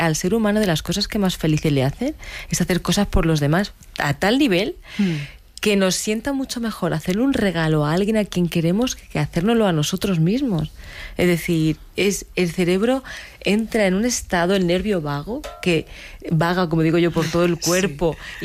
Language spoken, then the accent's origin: Spanish; Águilas, Region of Murcia, Spain; born there; Bueno, yo soy nacida en Águilas